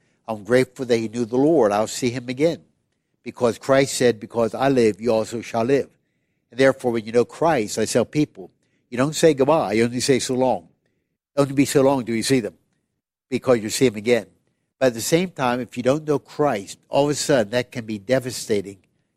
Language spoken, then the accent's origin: English; Pennsylvania, United States; moved away; I was raised in Pennsylvania